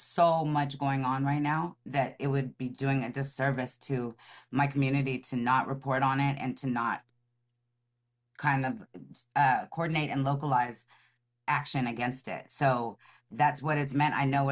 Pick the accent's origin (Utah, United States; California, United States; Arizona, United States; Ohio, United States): California, United States; the Bay Area; moved away as an adult; also born or lived in Los Angeles; I'm from the Bay, but I lived in LA for a long time.